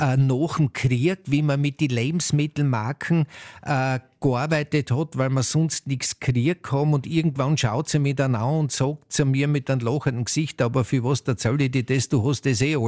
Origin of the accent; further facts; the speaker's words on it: Heimschuh, Styria, Austria; Ich komme aus Heimschuh